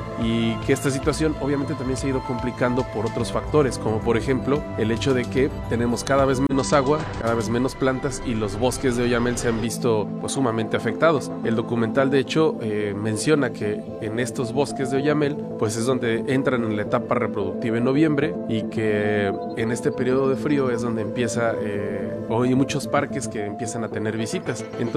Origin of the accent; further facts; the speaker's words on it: Mexico; a las tradiciones así precoloniales en México del Día de Muertos que tenemos muy arraigados como mexicanos.